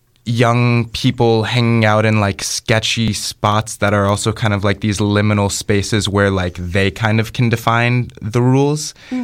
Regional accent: Chicago, Illinois, United States; My partner lives in New York, so I go between the two. But yeah, I'm from Chicago.

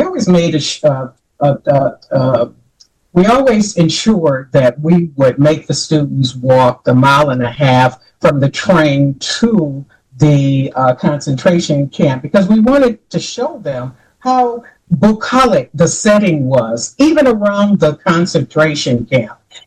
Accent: United States; as an American

